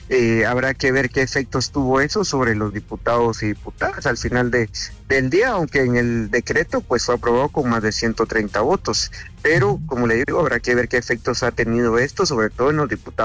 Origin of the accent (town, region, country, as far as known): Guatemala